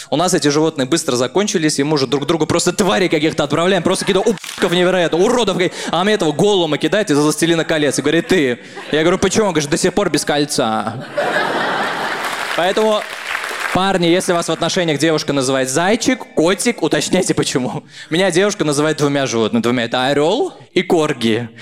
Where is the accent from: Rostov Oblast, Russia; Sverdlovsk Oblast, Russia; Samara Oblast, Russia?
Samara Oblast, Russia; Tolyatti; now in Moscow, Russia; Я сам из Тольятти.